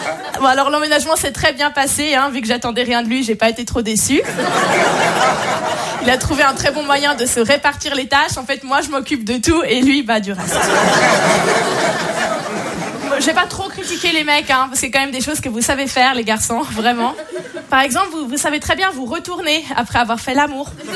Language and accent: French; Switzerland; je viens de Suisse